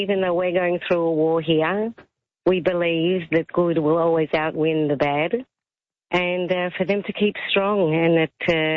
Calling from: Tel Aviv, Tel Aviv District, Israel; Yes, I'm actually calling from Tel Aviv in Israel

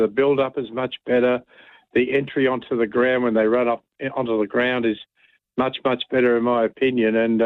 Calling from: Bendigo, Victoria, Australia; Good afternoon. I'm calling from Bendigo in Victoria.

